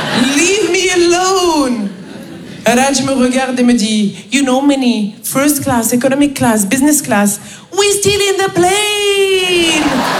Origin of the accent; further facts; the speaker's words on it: Paris, Île-de-France, France; Les amis, moi je viens de Paris, le maximum que j'ai comme bien-être